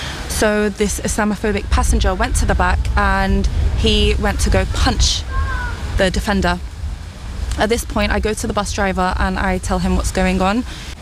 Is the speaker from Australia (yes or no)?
no; London, United Kingdom; born or raised there